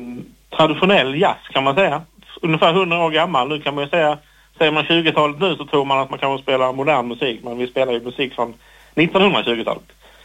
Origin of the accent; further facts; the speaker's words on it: Kristianstad, Skåne, Sweden; moved away as an adult; Jag kom från Kristianstad från början, den var ganska stark. Sen kom jag till Lund i mitten på 90-talet